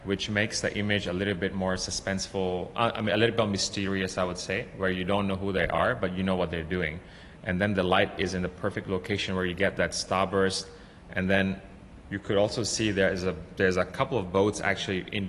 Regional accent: Hong Kong; I was born and bred here. I've seen Hong Kong transform from the 80s until now.

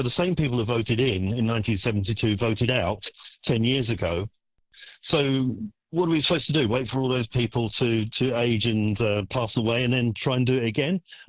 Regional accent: United Kingdom; I'm British

